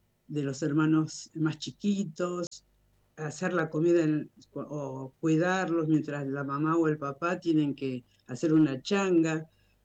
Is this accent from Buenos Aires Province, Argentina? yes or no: no; Villa Mercedes, San Luis, Argentina; Nosotros somos de Villa Mercedes, la segunda ciudad de San Luis.